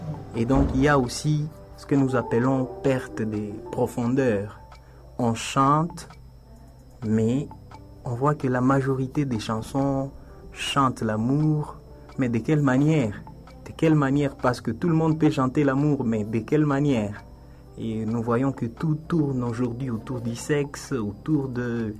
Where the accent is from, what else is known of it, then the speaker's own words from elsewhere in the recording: Butembo, North Kivu, DR Congo; chez nous, à Boutembo, au Nord Kivu, en RDC